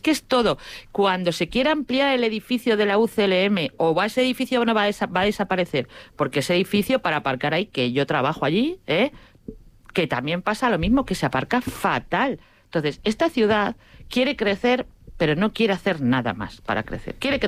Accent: Madrid, Community of Madrid, Spain; Pero yo que soy de Madrid, es que el problema de Madrid sobre todo es que se ha gentrificado de tal manera que se ha convertido en un escenario para turistas.

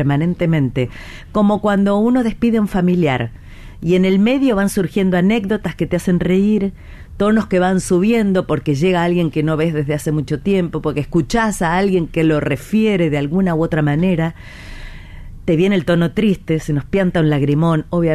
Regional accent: Rosario, Santa Fe, Argentina; somos rosarinos y que estamos muy cerquita

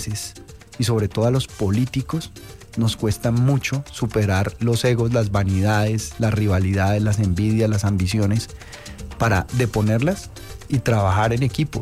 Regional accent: Colombia; si los colombianos logramos entender que unidos somos mucho más fuertes.

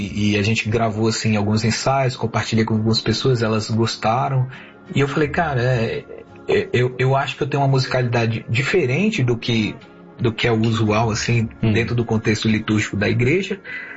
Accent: Vitória da Conquista, Bahia, Brazil; also born or lived in Itabuna; Eu nasci numa cidade da Bahia chamada Itabuna.

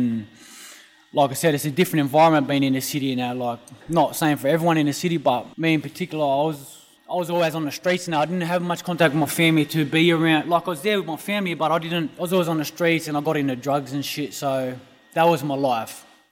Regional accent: Mount Druitt, New South Wales, Australia; I grew up in Mount Druitt all my life.

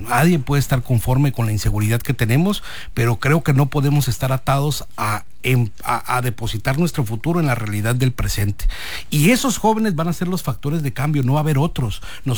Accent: Sinaloa, Mexico; decidí regresar a mi tierra

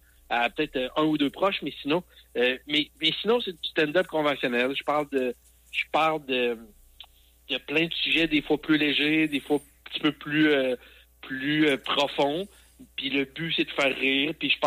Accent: Quebec City, Quebec, Canada; Je viens de Québec.

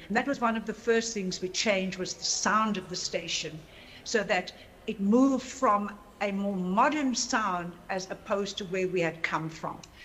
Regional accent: Eastern Cape, South Africa; I'm not from Gauteng. I'm from the Eastern Cape.

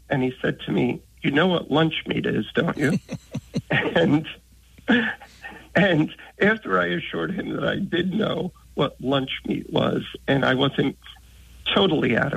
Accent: Queens, New York, United States; now in Irvington, United States; Right, but I grew up in Queens and Astoria.

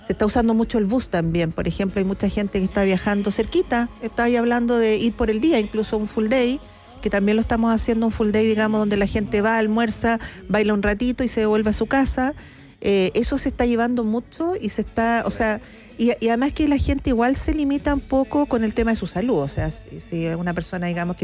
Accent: Chile; Fíjate que nosotros empezamos a viajar como chilenos también hace poco.

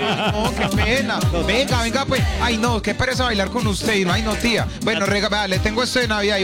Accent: Medellín, Antioquia, Colombia; yo soy de San Javier, un barrio que fue muy marginado en Medellín.

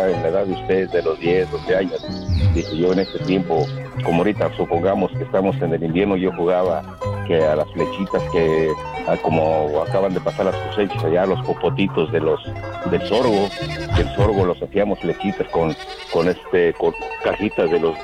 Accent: La Barca, Jalisco, Mexico; moved away; nos íbamos ahí como el pueblo mío. Yo soy de la Barca, Jalisco, allí pasa el río Lerma a un lado.

